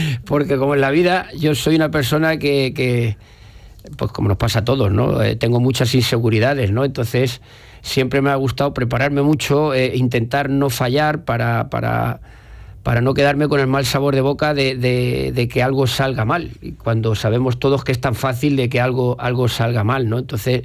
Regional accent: Toledo, Castilla-La Mancha, Spain

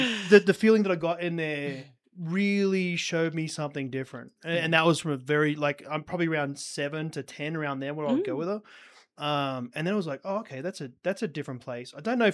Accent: Australia; now in Utah, United States; I grew up in Australia.

